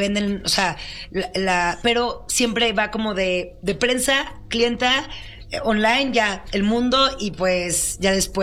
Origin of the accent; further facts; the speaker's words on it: San Luis Potosí, Mexico; also born or lived in London; now in Mexico City, Mexico; cuando yo llegué aquí a México en 2009, a la ciudad, porque yo soy de San Luis Potosí, y después me fui a estudiar a Londres